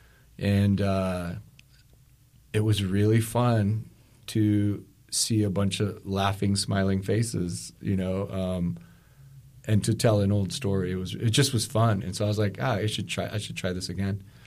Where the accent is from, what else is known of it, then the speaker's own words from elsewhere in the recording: Kotzebue, Alaska, United States; now in Anchorage, United States; I'm born and raised in Kotzebue. I've lived in Anchorage for about 30 years now.